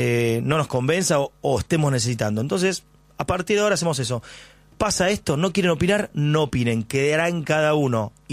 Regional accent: Argentina; como somos los argentinos

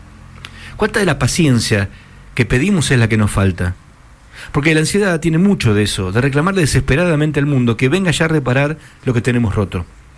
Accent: Argentina; Nosotros somos los últimos, los más intensos, como buenos argentinos.

